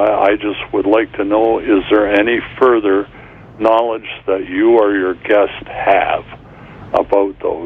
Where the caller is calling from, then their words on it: Brantford, Ontario, Canada; I'm calling from Brantford.